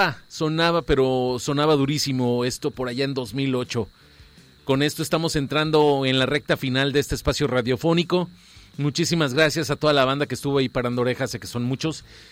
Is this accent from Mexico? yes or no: yes; Mexico